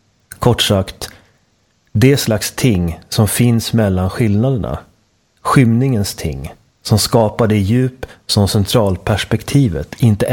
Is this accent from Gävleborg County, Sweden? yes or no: no; Västmanland County, Sweden; Nej, det är inte så bara. Jag är också västmanlänning.